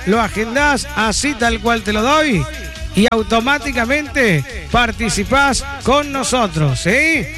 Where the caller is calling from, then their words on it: Río Ceballos, Córdoba, Argentina; de Río Ceballos.